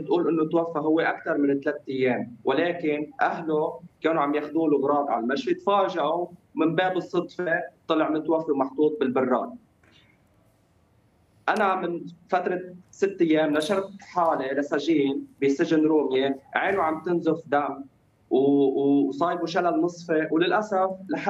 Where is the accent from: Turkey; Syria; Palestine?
Syria; now in Damascus, Syria; نحن عم نحاول انه كسورية عم نفتح صفحة جديدة مع لبنان